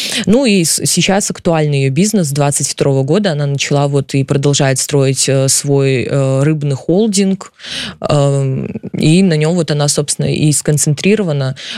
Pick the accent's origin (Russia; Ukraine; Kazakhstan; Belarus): Belarus; я считаю, что белорусы имеют право знать, как живут наши бизнесмены